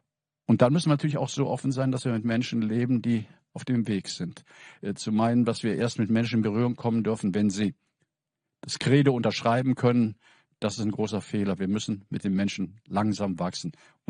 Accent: Rhineland, Germany; now in Berlin, Germany; Das ist für mich als Rheinländer fast unvorstellbar

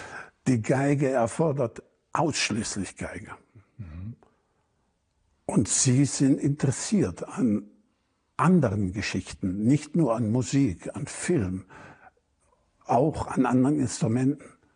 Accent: Germany; Ich sagte, ich bin Deutscher.

